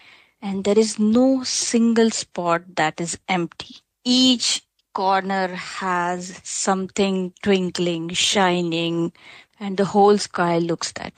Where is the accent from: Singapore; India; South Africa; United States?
India; Mumbai, Maharashtra; born or raised there